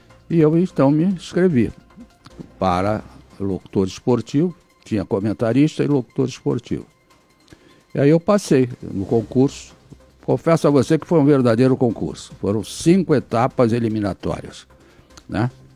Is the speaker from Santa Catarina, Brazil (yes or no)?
no; Rio de Janeiro, Brazil; Eu nasci na Tijuca.